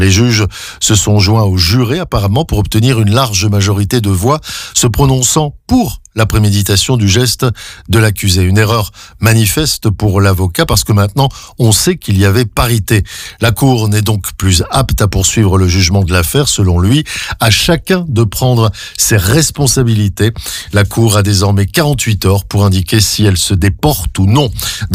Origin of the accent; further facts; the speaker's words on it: Belgium; Chez nous, en Belgique